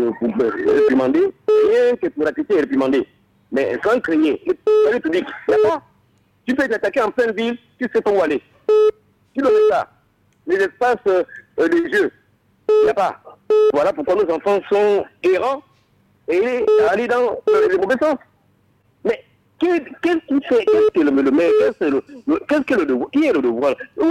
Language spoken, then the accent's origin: French; Libreville, Estuaire, Gabon; normalement, un homme comme on est de Libreville, je crois que le chômage et puis l'insalubrité va disparaître